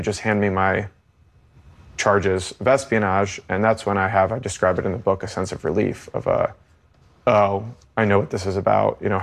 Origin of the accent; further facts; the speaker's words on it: United States; And I'm an American journalist.